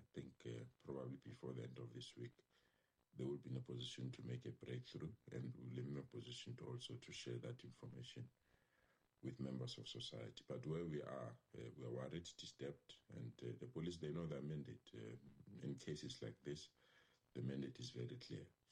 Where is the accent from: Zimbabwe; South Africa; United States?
South Africa; Tembisa, Gauteng; I mean, I grew up in Tembisa. I know Captain Park very well.